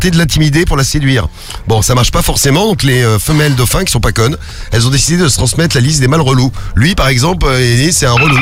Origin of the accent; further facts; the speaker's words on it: France; Je suis français